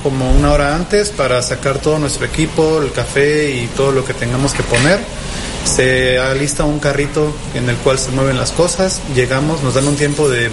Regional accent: Veracruz, Mexico; Soy del puerto de Veracruz y he trabajado toda mi vida aquí en el puerto de Veracruz, con excepción de casi un año que estuve en Ciudad de México.

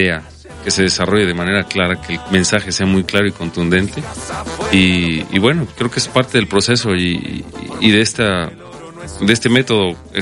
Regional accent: Chiapas, Mexico; Nosotros tenemos punto en el sureste, originario del estado de Chiapas

